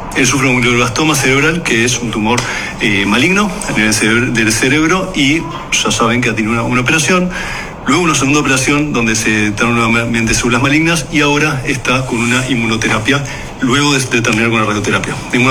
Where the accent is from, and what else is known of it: Uruguay